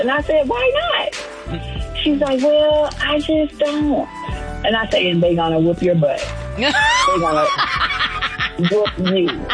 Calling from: Georgia, United States; I am calling from Millerica, Georgia.

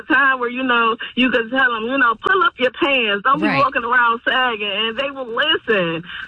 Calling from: East Cleveland, Ohio, United States; But I'm from East Cleveland.

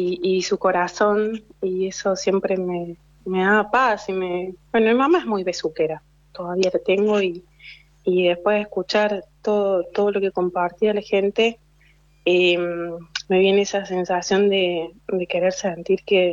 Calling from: Córdoba, Argentina; Estoy como a 8 horas de donde estás vos. Vivo en Córdoba y soy mamá de 3 nenas.

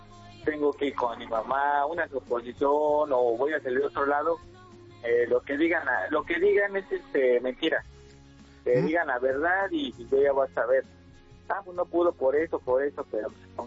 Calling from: Tlalnepantla de Baz, State of Mexico, Mexico; Soy de aquí, de Tlalnepantla de Bach.

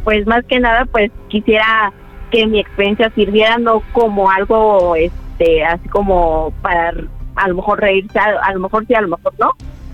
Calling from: Nezahualcóyotl, State of Mexico, Mexico

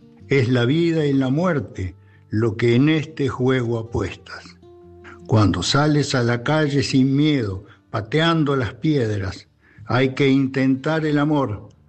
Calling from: Mar del Plata, Buenos Aires Province, Argentina; de Mar del Plata

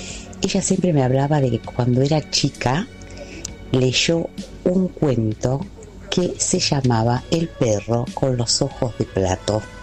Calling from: Tigre, Buenos Aires Province, Argentina

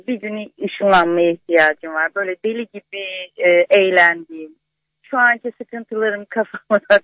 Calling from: Istanbul, Turkey

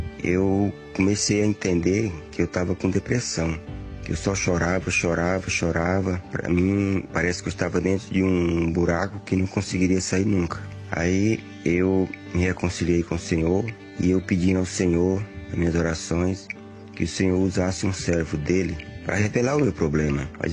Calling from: Carapicuíba, São Paulo, Brazil; sou aqui de Carapicuíba.

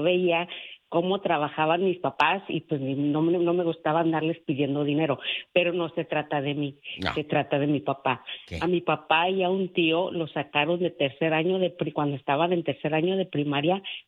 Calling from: Durango, Mexico; Somos de Durango

